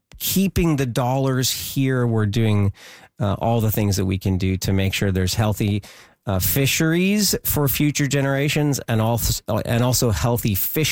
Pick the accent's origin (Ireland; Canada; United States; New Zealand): Canada; British Columbia; born there; BC Day started in 1974, the year after I was born in the Okanagan Valley.